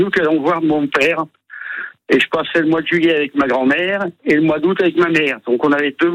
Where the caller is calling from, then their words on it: Angoulins, Nouvelle-Aquitaine, France; J'habite à Angoulin.